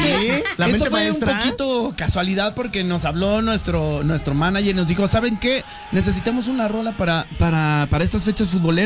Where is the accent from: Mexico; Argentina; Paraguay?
Mexico; de tus raíces y de lo que somos como mexicanos.